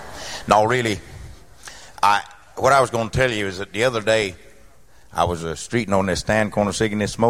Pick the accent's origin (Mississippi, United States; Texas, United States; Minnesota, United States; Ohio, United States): Mississippi, United States; There's a little song here about a little state next to my home state of Mississippi in the bio country of Louisiana.